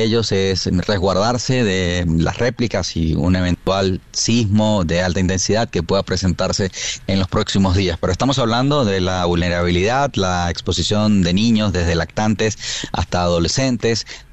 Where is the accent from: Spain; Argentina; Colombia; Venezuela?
Venezuela; now in Caracas, Venezuela